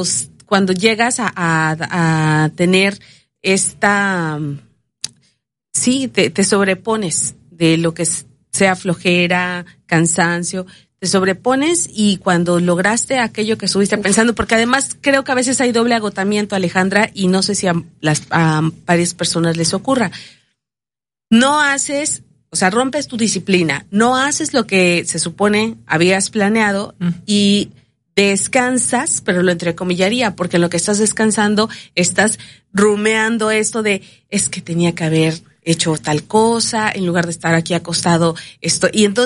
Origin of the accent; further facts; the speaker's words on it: Mexico; como decimos aquí en México, tiras la toalla antes de tiempo, ¿no?